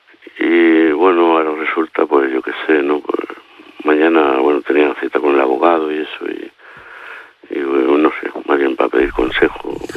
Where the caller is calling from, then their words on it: Lloret de Mar, Catalonia, Spain; Yo soy de Lloret de Mar